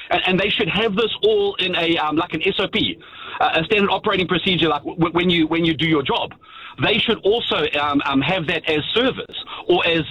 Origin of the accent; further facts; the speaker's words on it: South Africa; But I'm the kind of person, because I'm South African, I'm quite a, people say I'm aggressive.